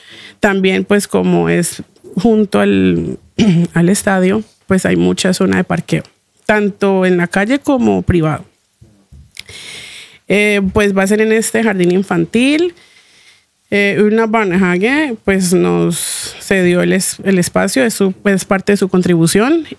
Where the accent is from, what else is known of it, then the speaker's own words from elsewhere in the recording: Palmira, Valle del Cauca, Colombia; porque pues yo soy de Palmira, es cerca a Cali.